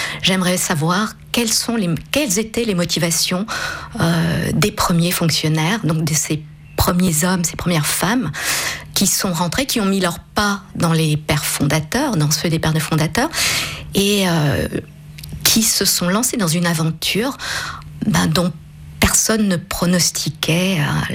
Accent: Varese, Lombardy, Italy; born there; je suis née en Italie à Varèse. Mon père était fonctionnaire à l'Euratom à Varèse.

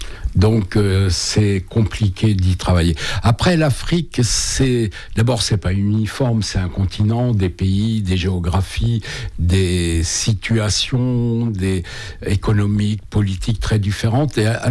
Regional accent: France; pour moi en tant que Français

